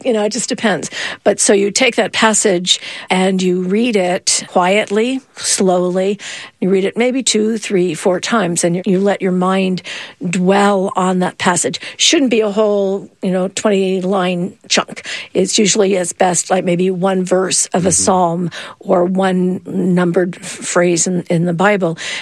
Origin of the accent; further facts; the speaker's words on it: Latrobe, Pennsylvania, United States; If you're looking for a Benedictine one, I'll send you to my hometown, Latrobe, Pennsylvania.